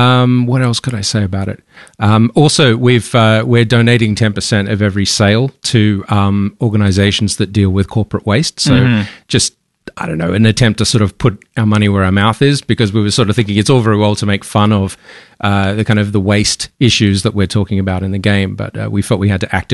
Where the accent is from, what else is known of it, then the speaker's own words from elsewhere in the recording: Australia; we're Australian indie developers.